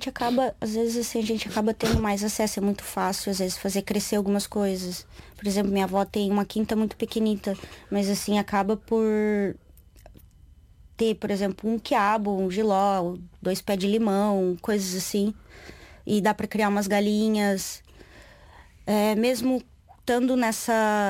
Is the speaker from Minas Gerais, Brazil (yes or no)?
no; Paraná, Brazil; eu venho do Paraná, é um tipo de cultura, mas cresci no interior, que aí é outro tipo de cultura, é similar, mas acaba mudando um bocadinho.